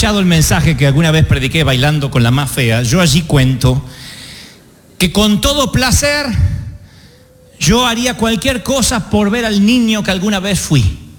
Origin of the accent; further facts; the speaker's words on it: Argentina; Porque somos argentinos.